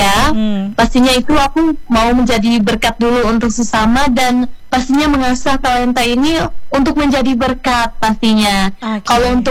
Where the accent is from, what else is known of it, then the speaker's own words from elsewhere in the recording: Central Kalimantan, Indonesia; Jadi aku ini adalah siswi SMA kelas 11 dari Kabupaten Barito Selatan.